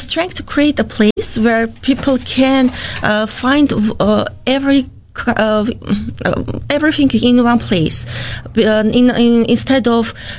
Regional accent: Armenia; moved away as an adult; now in Canada; I'm from Armenia and I'm in Canada about a year. So yeah, we moved with my family, with my husband and son.

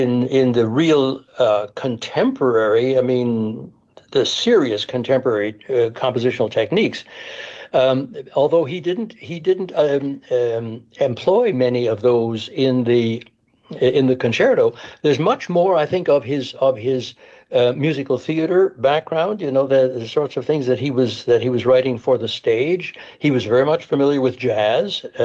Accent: Winkler, Manitoba, Canada; it was in Winkler, in my hometown.

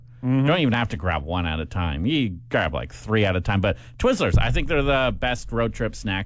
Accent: Saskatoon, Saskatchewan, Canada; Growing up in Saskatoon, whenever we'd go to Regina for a Rough Riders game, we'd always stop

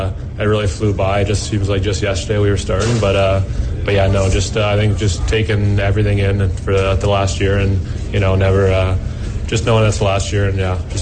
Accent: Waterloo, Ontario, Canada; now in Humboldt, Canada; Yeah, so I'm from Waterloo, Ontario.

